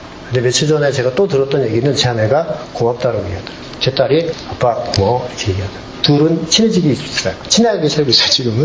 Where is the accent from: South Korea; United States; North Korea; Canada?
South Korea; 그래서 제가 한국 사람이니까 그게 느껴져요.